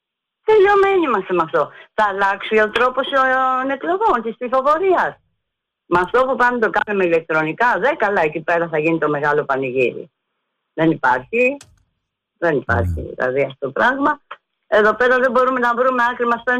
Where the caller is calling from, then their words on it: Greece; Και σαν Ελληνίδα